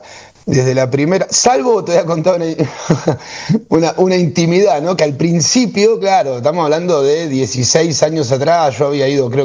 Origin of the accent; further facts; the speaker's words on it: Buenos Aires, Argentina; yo soy de Buenos Aires, hice toda mi carrera hace casi 40 años que hago taekwondo y toda mi carrera acá en Buenos Aires.